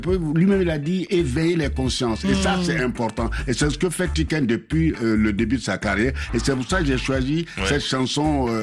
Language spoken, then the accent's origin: French; Côte d’Ivoire; Et comment c'est arrivé chez nous en Côte d'Ivoire avec Saint-Air-Disque.